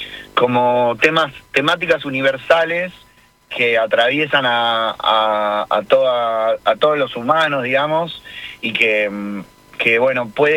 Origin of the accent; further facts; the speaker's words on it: Argentina; nosotros somos argentinos